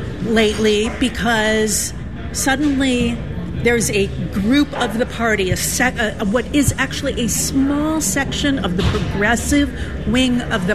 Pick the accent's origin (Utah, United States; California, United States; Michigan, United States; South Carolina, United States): Michigan, United States; I'm from Michigan. I grew up going to Temple Israel